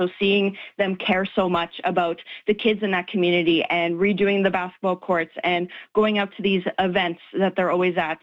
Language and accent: English; Winnipeg, Manitoba, Canada; You never think growing up in Winnipeg that somebody can make it this big